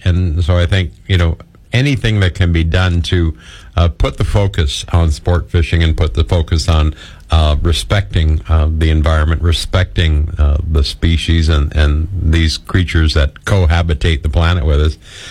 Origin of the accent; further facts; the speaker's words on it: Gananoque, Ontario, Canada; I grew up in Gananoque, Ontario, and of course along the St. Lawrence